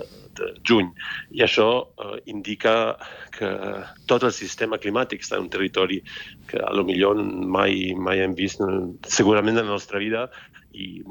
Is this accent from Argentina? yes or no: no; Italy; Catalan is a second language